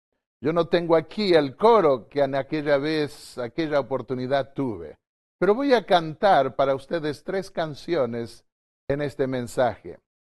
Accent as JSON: {"language": "Spanish", "region": "Entre Ríos", "country": "Argentina", "tie": "born there"}